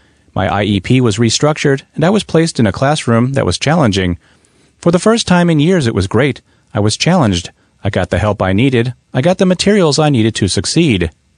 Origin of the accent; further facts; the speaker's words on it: Paterson, New Jersey, United States; born there; I was born in Paterson, New Jersey, and at the time I was a healthy little boy.